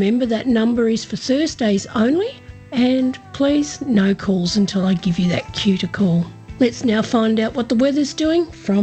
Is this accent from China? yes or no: no; Horsham, Victoria, Australia; This morning, broadcasting out of my hometown of Horsham in Western Victoria.